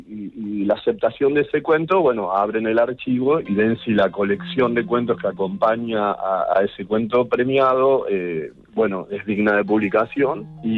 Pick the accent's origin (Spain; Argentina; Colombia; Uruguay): Argentina; soy escritor, soy argentino. Tengo 61 años